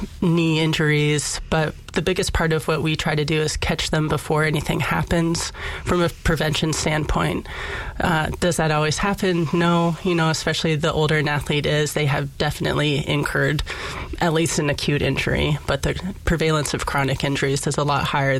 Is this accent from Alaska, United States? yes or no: yes; Kodiak, Alaska, United States; For example, I grew up in Kodiak, and you're in a town of 10,000 people. You're encouraged to do every sport.